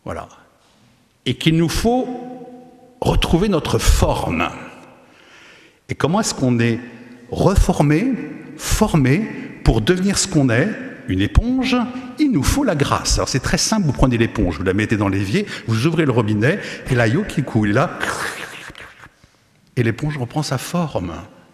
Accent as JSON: {"language": "French", "town": "Nantes", "region": "Pays de la Loire", "country": "France", "said": "Moi, je suis Nantais d'origine. Tous les Nantais sortent dans la rue quand il pleut parce que ça fait du bien, n'est-ce pas?"}